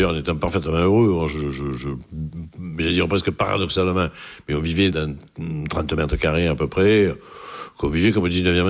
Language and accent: French; Marseille, Provence-Alpes-Côte d'Azur, France; Et je n'étais même pas marseillais, j'étais de l'Estac, hein. Enfin, j'étais de ce quartier-là.